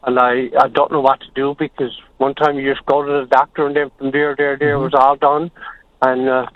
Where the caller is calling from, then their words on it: Flat Rock, Newfoundland and Labrador, Canada; I'm from Flat Rock.